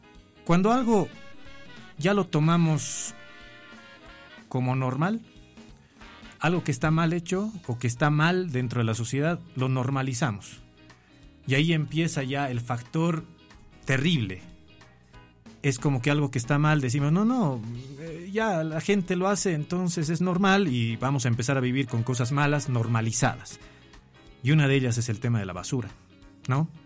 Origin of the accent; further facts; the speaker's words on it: Potosí, Bolivia; todos nosotros los potosinos que hemos nacido en esta maravillosa tierra y que hemos decidido además quedarnos